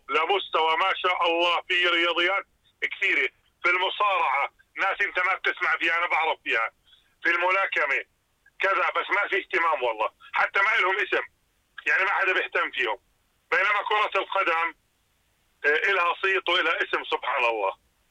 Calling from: Jordan; عندنا في الأردن

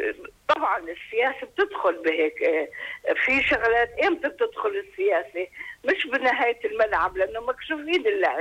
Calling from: Amman, Amman Governorate, Jordan; أنا من عمان

